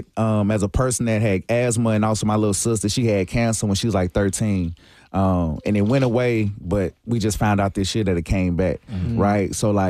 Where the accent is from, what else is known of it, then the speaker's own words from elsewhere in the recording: Nashville, Tennessee, United States; I grew up in East Nashville with asthma.